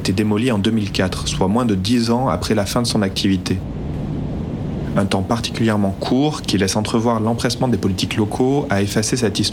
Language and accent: French; Auvergne-Rhône-Alpes, France; Moi, je viens du Cantal, du coup, d'un environnement rural... d'une classe moyenne